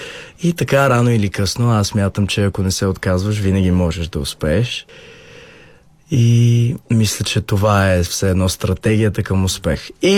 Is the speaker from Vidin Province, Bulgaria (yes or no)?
no; Burgas, Burgas Province, Bulgaria; тъй като аз съм от Бургас